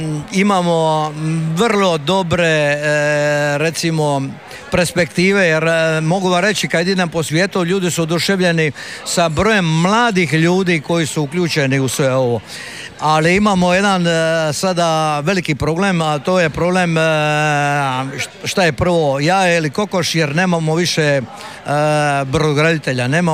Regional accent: Betina, Šibenik-Knin County, Croatia; born there; also born or lived in Korčula; ja sam se rodio praktički na škveru pokojnog Urede Branimira, jednog od najvećega, najviše poznatih brodoraditelja u Betini

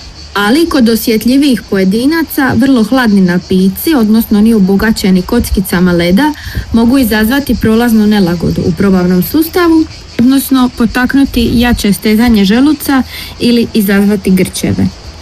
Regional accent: Croatia; Kod nas u Hrvatskoj

